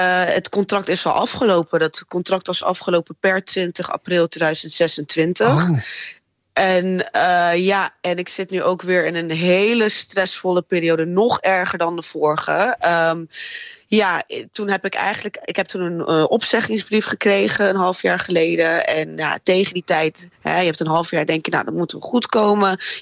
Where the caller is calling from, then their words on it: Rotterdam, South Holland, Netherlands; ik kom zelf uit Rotterdam